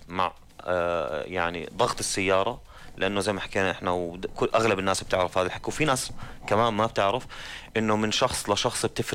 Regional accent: Jordan; عندنا بالأردن

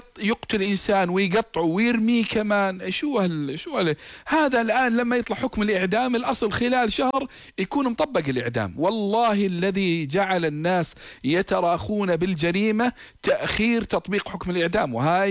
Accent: Jordan; عندنا في الأردن

